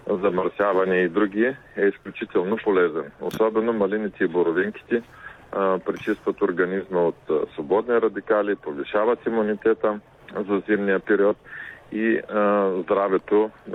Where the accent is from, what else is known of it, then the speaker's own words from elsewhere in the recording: Troyan, Lovech Province, Bulgaria; защото моят роден град е град Троян